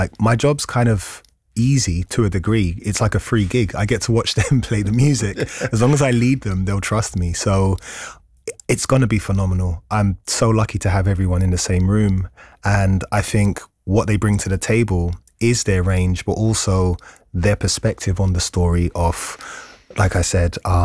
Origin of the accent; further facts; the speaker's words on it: London, United Kingdom; I think my influence is just from being a Londoner.